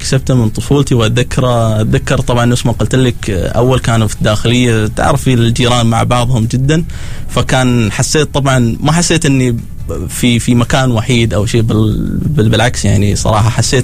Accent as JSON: {"language": "Arabic", "country": "Oman", "tie": "born there", "also_born_or_lived": "Egypt", "accent": "Omani", "said": "فانا مصري, ولكن بحكم أني أنا تقريبا حول 24 سنة موجود هنا في عمان فشوي خلاص يعني اختلطت الأمور علي وصرت عماني يعني واحد منكم."}